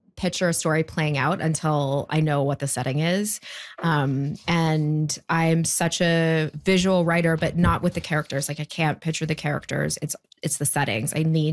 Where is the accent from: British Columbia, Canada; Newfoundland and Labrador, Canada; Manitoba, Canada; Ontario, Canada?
Ontario, Canada; Barry's Bay; Well, I grew up in Barry's Bay. I grew up on the lake.